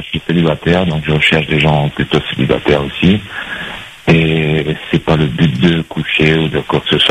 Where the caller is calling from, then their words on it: Saint-Pierre, Réunion; je suis de Saint-Pierre.